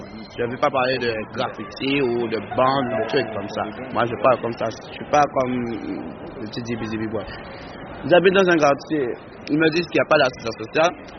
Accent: France; Et je suis français.

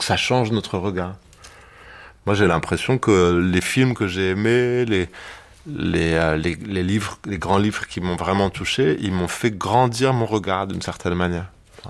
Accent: Ivry-sur-Seine, Île-de-France, France; Je l'ai joué à Ivry-sur-Seine, là où j'ai grandi et où j'ai fait toutes mes jeunes années, quoi, on va dire.

